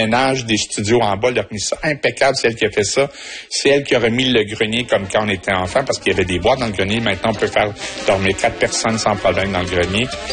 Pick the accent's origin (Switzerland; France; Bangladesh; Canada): Canada; Matane, Quebec; born there; also born or lived in Montréal; je suis né à Matane, j'habite à Matane après un long détour à Montréal et je suis animateur et un petit peu humoriste à travers tout ça.